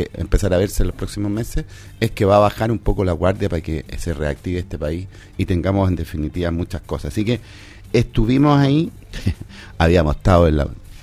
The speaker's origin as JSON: {"language": "Spanish", "country": "Chile", "said": "como buenos chilenos, siempre hacemos al revés."}